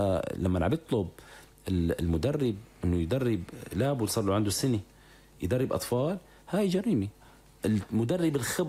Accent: Idlib, Idlib Governorate, Syria; أنا كنت موجود بمدينة إدلب وأنا ابن مدينة إدلب

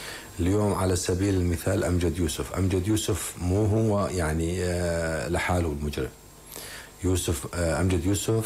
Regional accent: Syria

